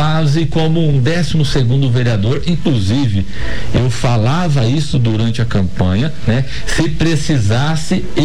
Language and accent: Portuguese; São Gabriel do Oeste, Mato Grosso do Sul, Brazil; Sou de São Gabriel